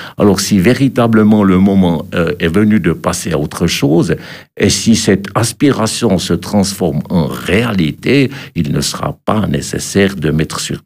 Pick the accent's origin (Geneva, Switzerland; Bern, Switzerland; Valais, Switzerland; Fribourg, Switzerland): Bern, Switzerland; La Ferrière; moved away as an adult; also born or lived in Tramelan / Neuchâtel canton; now in La Neuveville, Switzerland; je suis profondément attaché au Jura bernois. Je suis né à La Ferrière, donc à l'extrême ouest de cette région. J'ai vécu au Reussy, un hameau de la commune de Tramelan. Et puis ensuite, j'ai connu un interben neuchâtelois qui a duré un quart de siècle.